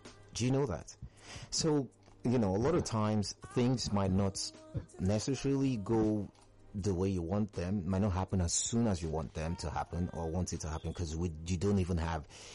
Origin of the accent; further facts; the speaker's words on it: Edo, Nigeria; That's my state. Representing John. I'm from Edo State as well.